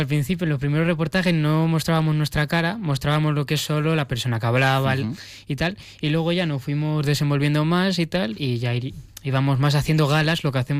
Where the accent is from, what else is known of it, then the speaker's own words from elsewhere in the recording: Torrejón de Ardoz, Community of Madrid, Spain; Yo como torrejonero, ¿qué te voy a decir? Las de mi pueblo, ¿no? Las de Torrejón de Ardoz.